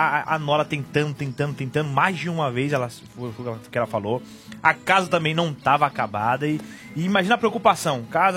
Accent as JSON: {"language": "Portuguese", "region": "São Paulo", "country": "Brazil", "tie": "born or raised there", "said": "É que eu fui criado em São Paulo, mas sou baiano, então é aquele caipira meio da cidade, né?"}